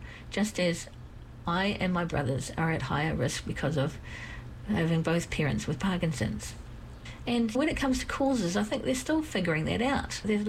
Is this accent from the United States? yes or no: no; Rotorua, Bay of Plenty, New Zealand; I grew up in Rotorua, which is one of the smelliest places you could ever be, although you do just get used to it, and it's worse in some parts than others.